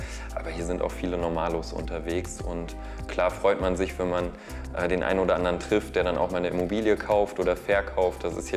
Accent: Germany; born there; Also ich bin gebürtig aus der Eifel.

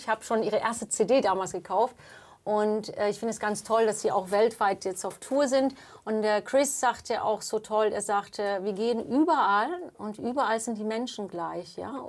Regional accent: Spain; first language English; German is a second language; moved away; also born or lived in France; ich habe einen irischen Passport, aber ich bin in Spanien

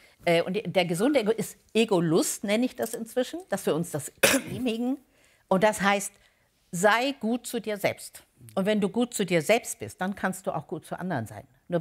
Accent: Lower Saxony, Germany; born there; also born or lived in Munich; now in Flensburg, Germany; Ja. Geborene Niedersächsin.

